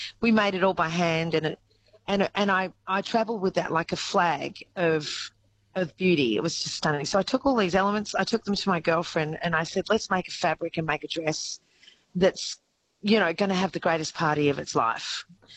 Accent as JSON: {"language": "English", "country": "Australia", "said": "It's all a part of my lore. And that's being Australian."}